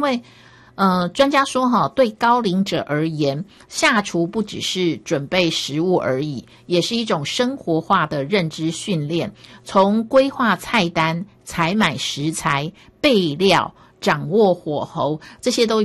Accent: Taiwan; 基本上我觉得我们台湾人吃饭真的是太快了

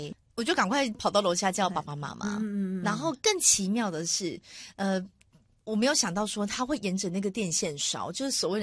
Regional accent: Chiayi, Taiwan; now in Taichung, Taiwan; 然后那时候是我们家从南部，因为我老家在嘉义，从南部要回到台中

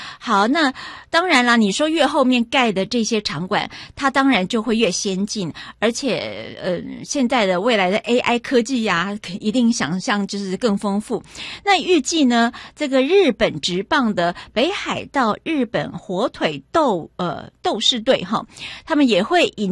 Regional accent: Taipei, Taiwan; 我从出生的时候一直到国小、国中，好，一直到高中，我是住在那个。市民大道，八德路市民大道，松烟那边，在过去那边一点，我小的时候住在那附近

